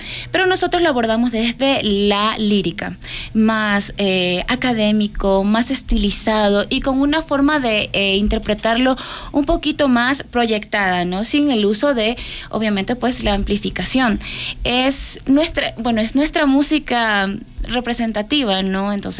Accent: Ecuador; que nos representa como identidad ecuatoriana, ya que nosotros somos así románticos, apasionados.

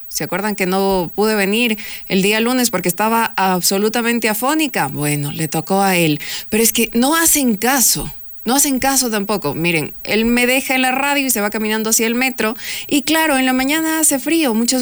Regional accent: Quito, Pichincha, Ecuador

